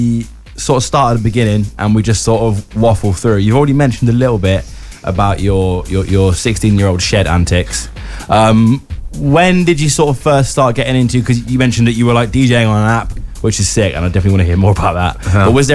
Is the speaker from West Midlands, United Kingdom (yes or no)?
yes; West Midlands, United Kingdom; Because I come from a sort of similar like West Midlands, like market town sort of thing.